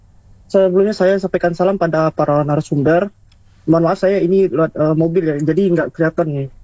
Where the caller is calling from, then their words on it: Pekanbaru, Riau, Indonesia; orang Pekanbaru. Kebetulan saya lagi di Padang ini.